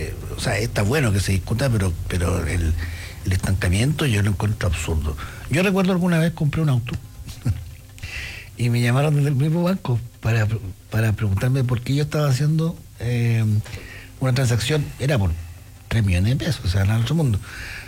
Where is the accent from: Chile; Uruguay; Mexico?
Chile; todos como chilenos